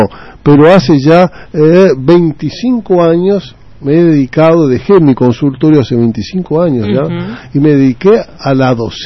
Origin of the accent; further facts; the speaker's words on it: Clorinda, Formosa, Argentina; yo no aprendí cuando nací y viví en Clorinda, hace 70 años.